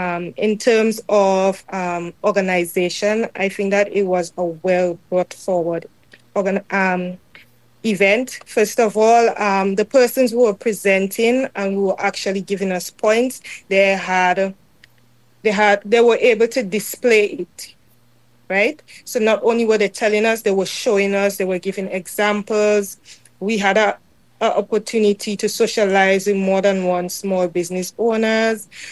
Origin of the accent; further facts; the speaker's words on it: Marigot, Saint Andrew, Dominica; because I am from Marigot